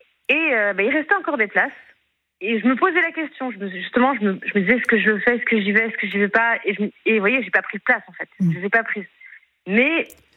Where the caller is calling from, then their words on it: Angers, Pays de la Loire, France; Sur Angers.